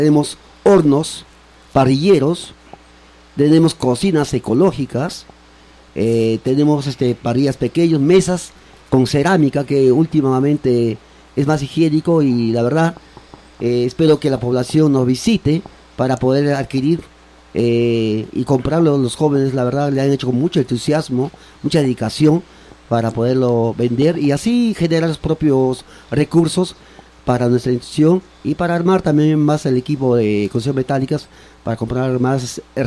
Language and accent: Spanish; San Ramón, Junín, Peru; born there; Soy de San Ramón, nacido en San Ramón, Chachamayo.